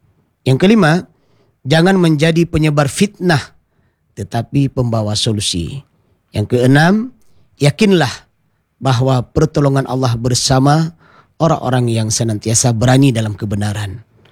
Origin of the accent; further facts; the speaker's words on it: Aceh, Indonesia; saya sebagai orang Aceh, ya, saya sebagai orang Indonesia juga